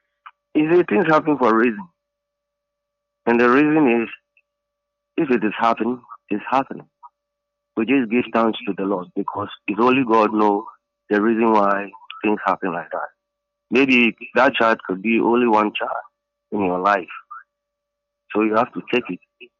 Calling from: Kowloon, Hong Kong; I'm calling from Kowloon.

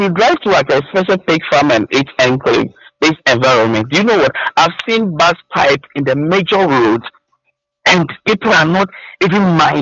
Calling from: Accra, Greater Accra, Ghana

